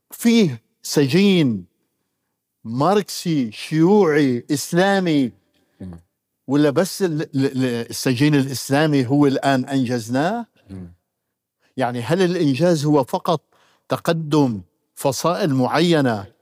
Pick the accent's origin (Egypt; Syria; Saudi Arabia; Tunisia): Syria; ما نحلم به أظن كسوريين جميعا